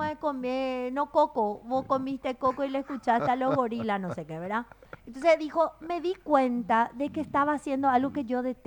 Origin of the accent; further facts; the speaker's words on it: Paraguay; Pero nosotros como paraguayos pues no podemos permitir que estas agendas le manejen a un presidente paraguayo